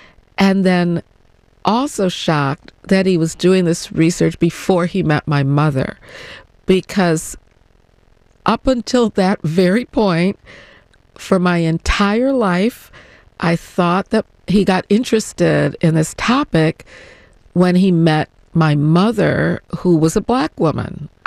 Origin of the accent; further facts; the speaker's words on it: Chicago, Illinois, United States; I knew growing up in Chicago in the 1960s that my father had been conducting interviews of black-white couples throughout my entire childhood.